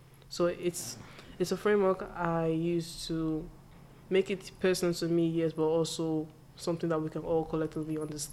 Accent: Nigeria; now in United Kingdom; when I was raised in Nigeria

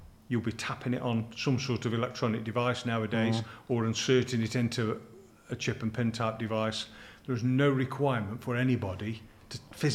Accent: Stoke-on-Trent, West Midlands, United Kingdom; accent: local (Stoke-on-Trent); You can tell by my accent, I'm a local bloke.

